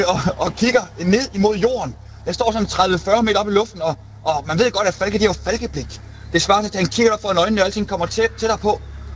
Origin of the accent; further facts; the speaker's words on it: Region of Southern Denmark, Denmark; Og nu er jeg fra Fyn, og alting er en han.